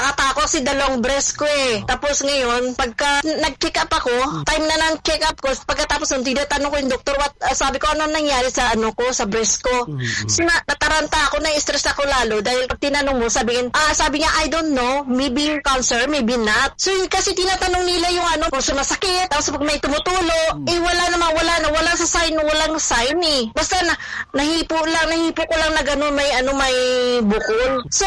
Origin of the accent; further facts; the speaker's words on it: Bacoor, Cavite, Philippines; now in Hong Kong; Taga Molino Bacoor ako. Tapos, nandito ko ngayon sa, ano, sa Hong Kong. DH ako dito.